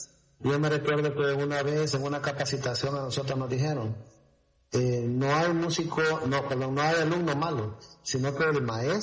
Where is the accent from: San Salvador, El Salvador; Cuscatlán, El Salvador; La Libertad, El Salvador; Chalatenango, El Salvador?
Cuscatlán, El Salvador; Cojutepeque; De Cojutepeque, porque yo soy originario de Cojutepeque.